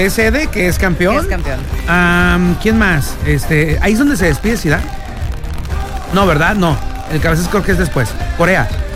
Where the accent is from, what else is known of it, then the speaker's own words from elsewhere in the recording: Mexico; ¡Hoy somos mexicanos!